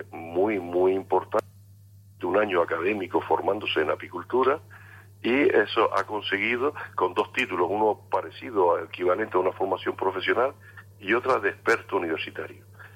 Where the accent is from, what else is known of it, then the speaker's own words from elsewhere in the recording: Canary Islands, Spain; en Canarias somos unos 1.250 apicultores